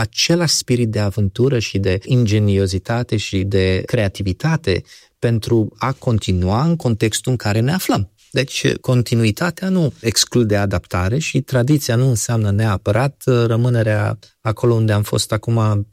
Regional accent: Romania; se vorbește despre neamul român, anumite valori pe care noi le avem ca români.

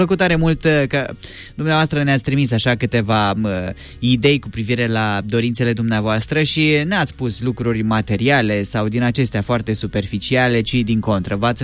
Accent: Romania

